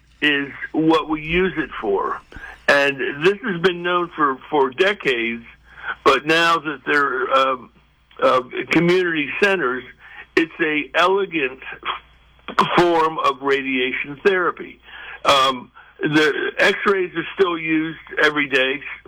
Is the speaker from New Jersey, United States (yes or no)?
yes; New Jersey, United States; born there; also born or lived in Spain; Well, East Coast. I was born in New Jersey, but I had my formative years in the Mediterranean Basin. Finished high school in Spain and then came back to the U.S. for college